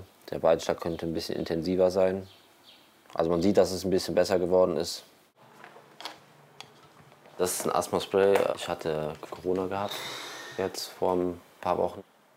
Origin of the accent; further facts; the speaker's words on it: North Rhine-Westphalia, Germany; moved away as an adult; Also ich komme ja quasi aus der Nähe von Köln.